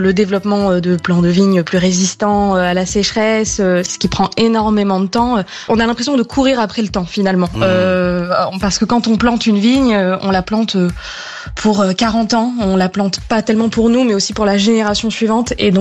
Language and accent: French; Bordeaux, Nouvelle-Aquitaine, France; Bordeaux aussi, qui est ma région d'origine.